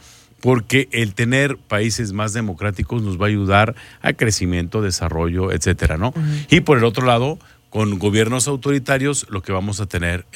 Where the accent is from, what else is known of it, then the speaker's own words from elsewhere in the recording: Mexico; Ya ves cómo somos los mexicanos.